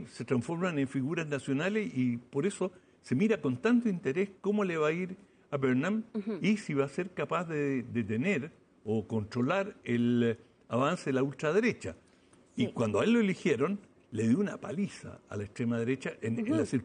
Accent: Chile; así como los chilenos tenemos esta idea del Rey del Sur, con lo que queremos decir, algo puro, algo limpio, algo bueno está en el sur.

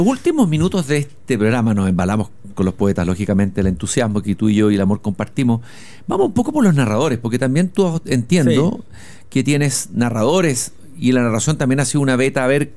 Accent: Chile

